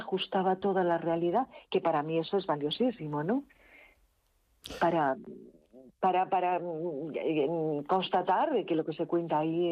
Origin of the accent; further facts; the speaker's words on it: Pontecesures, Galicia, Spain; mi pueblo en Pontecesures